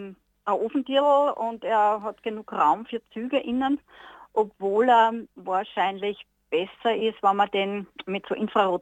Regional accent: Lower Austria, Austria; habe Wurzeln nach Holland. Mhm. Ja, bin aber geboren, gefüttert und aufgewachsen da im Waldviertel.

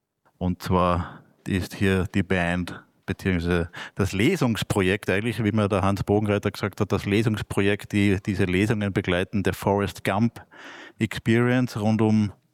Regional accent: Upper Austria, Austria; wir sind beide vom Land, Niederösterreich, Oberösterreich.

